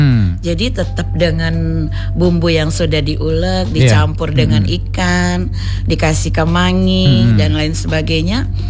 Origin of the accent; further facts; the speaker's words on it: South Sumatra, Indonesia; Karena kita kebetulan dari Sumatera Selatan.